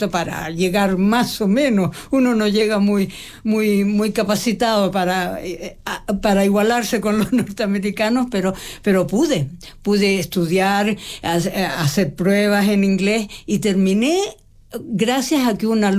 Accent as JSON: {"language": "Spanish", "country": "Chile", "tie": "born or raised there", "also_born_or_lived": "Mexico", "said": "mis papás fueron exiliados de la Guerra Civil Española a México, y nací en México, y mi papá tenía unos parientes en Chile, y cuando yo tenía 7 años, decidió venir a Chile a probar, y aquí ya, por supuesto, estudié todo, pasé por todo, por la primaria, la secundaria, por todo"}